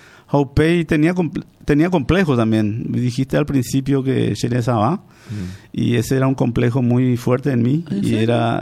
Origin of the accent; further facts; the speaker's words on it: Paraguay; moved away as an adult; Yo me fui a los 19 años de Paraguay.